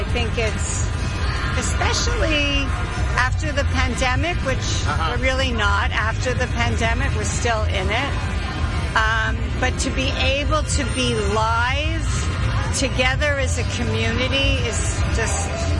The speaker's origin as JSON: {"language": "English", "country": "Canada", "moved": "yes", "lives_now": "New York, United States", "said": "I moved to New York. I'm from Canada."}